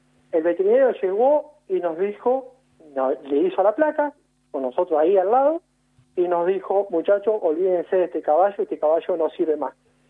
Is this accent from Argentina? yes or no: yes; Buchardo, Córdoba, Argentina; que es de mi pueblo, de Buchardo, somos amigos